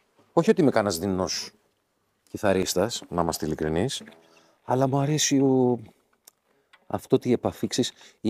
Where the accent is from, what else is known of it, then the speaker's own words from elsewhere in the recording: Peloponnese, Greece; στην Καλαμάτα, στα μέρη μας από κάτω.